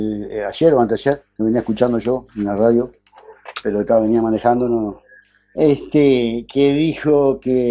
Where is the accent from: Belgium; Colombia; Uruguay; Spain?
Uruguay; Soy uruguayo, pero me da mucha pena decir esto.